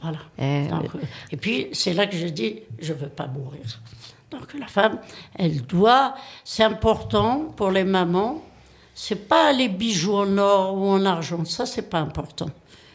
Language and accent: French; Kabylie, Algeria; accent: Kabyle; moved away; Moi, ma culture, je la vis. Je ne parle pas comme ça. Même mon accent, je l'ai gardé. Tout ce qui est... Quand je vis ma kabylité quotidiennement.